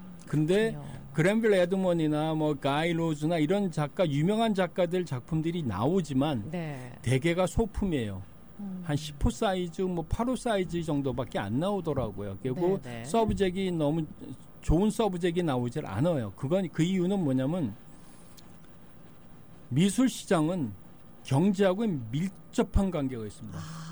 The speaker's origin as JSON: {"language": "Korean", "country": "South Korea", "moved": "yes", "lives_now": "United States", "said": "저는 동양인이 한국 사람이고"}